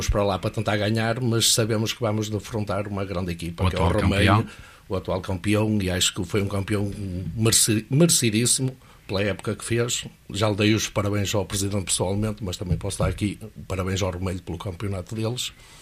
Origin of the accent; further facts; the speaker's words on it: Remelhe, Braga, Portugal; claro que sou natural de Remelho, mas gosto mesmo imenso